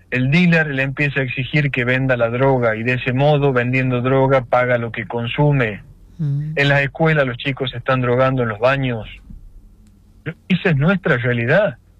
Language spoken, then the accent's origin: Spanish; La Rioja, Argentina; que orgullo decir que somos de esta tierra.